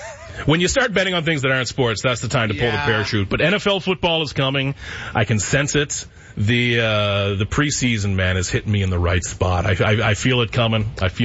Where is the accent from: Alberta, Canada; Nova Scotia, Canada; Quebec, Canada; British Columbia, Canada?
Nova Scotia, Canada; Halifax; growing up in Halifax. I lived in Halifax during like those prime Halifax Mooseheads years when they won the Mem Cup.